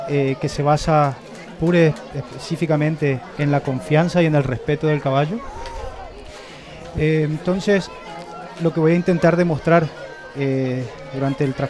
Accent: northern Argentina, Argentina; yo soy de Argentina, del norte de Argentina. Vengo de una familia muy tradicional, una familia gaucha del norte

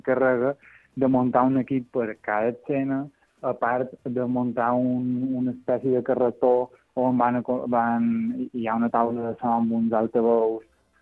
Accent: Alcúdia, Balearic Islands, Spain; Sí, jo som d'Alcúdi, sí

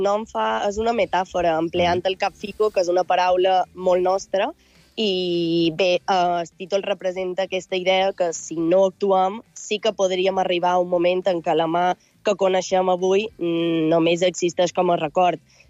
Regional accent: Mallorca, Balearic Islands, Spain; soc de Mallorca

